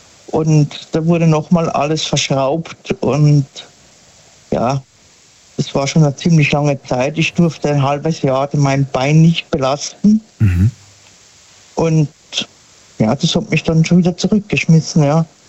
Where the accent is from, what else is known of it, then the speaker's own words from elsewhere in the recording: Sinsheim, Baden-Württemberg, Germany; aus der Ecke Sinsheim.